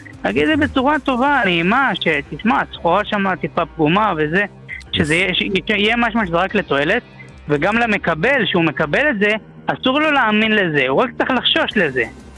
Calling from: Modiin Illit, Judea and Samaria, Israel

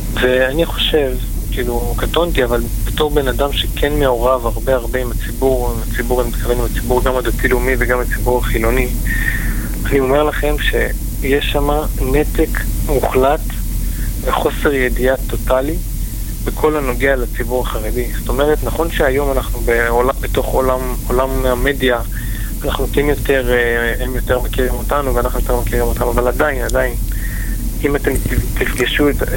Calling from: Northern Israel, Israel; מאזור הצפון.

